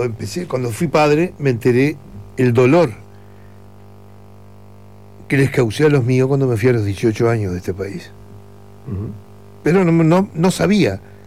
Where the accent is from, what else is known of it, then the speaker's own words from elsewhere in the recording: Uruguay; born there; Yo digo que yo nací en un país de primer mundo y me dicen, pero tú no sos uruguayo, pelado.